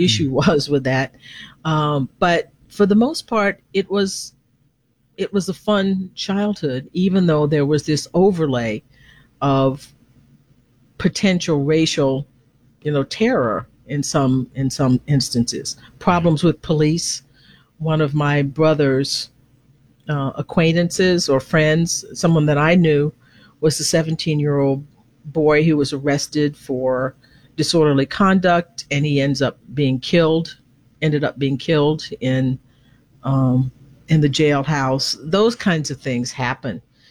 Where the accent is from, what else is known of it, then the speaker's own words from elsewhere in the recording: Conroe, Texas, United States; also born or lived in Livingston, Texas; now in Manhattan, United States; But my parents moved to Conroe when I was about 6 months old. So it was a spread out sort of rural town. It was a prosperous town. It was founded as an oil town, and there was a sawmill there.